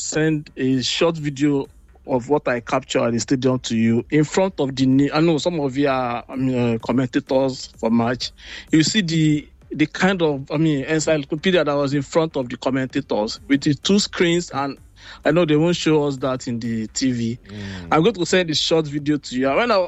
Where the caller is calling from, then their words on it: London, United Kingdom; I'm calling from N5.